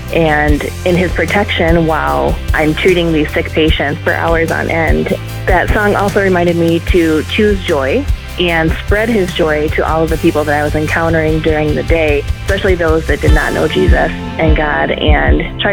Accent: Mesa, Maine, United States; I'm from Mesa, Maine.

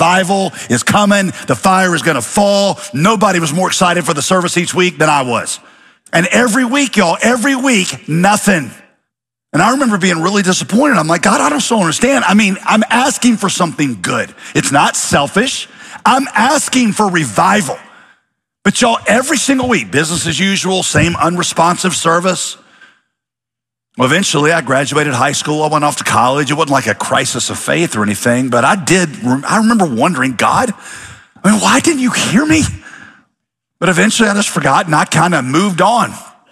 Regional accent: Winston-Salem, North Carolina, United States; Now, some of you might know, I grew up in Winston-Salem. That was my home city from the time I was two to went to college in Winston-Salem.

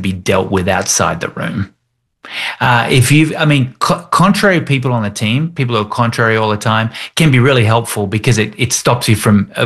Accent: Australia; accent: Australian; I'm Australian because of my accent

